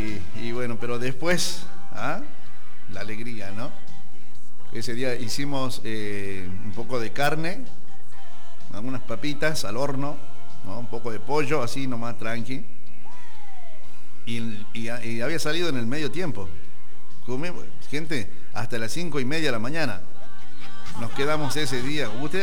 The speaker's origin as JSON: {"language": "Spanish", "country": "Argentina", "said": "nos unimos todos los argentinos. Es lo único que nosotros los argentinos nos une"}